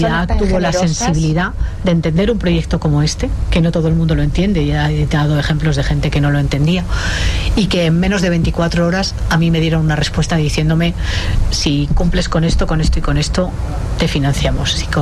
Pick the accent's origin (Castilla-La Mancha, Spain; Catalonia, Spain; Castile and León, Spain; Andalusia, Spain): Castile and León, Spain; León